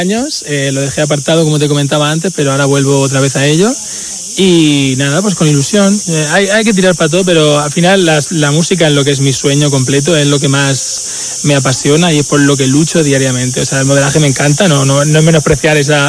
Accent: Calasparra, Region of Murcia, Spain; en la fiesta de los santos de aquí, de mi pueblo

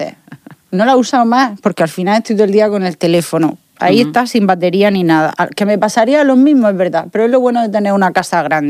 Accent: Region of Murcia, Spain; accent: murciano; Yo, como murciana

